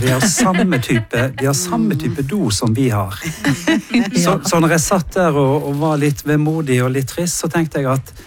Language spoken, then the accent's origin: Norwegian; Dale, Vestland, Norway; hjemme der jeg vokste opp på Dale